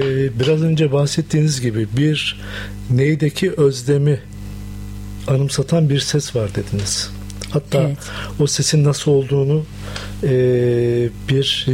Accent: Erzurum, Turkey; now in Ankara, Turkey; ben 73 Erzurum doğumluyum. Kalabalık bir aile, 8 kardeşli bir ailede büyüdüm.

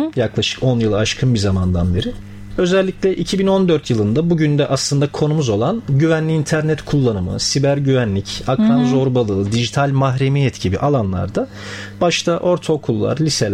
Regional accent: Adana, Turkey; born there; 1972 Adana doğumluyum.

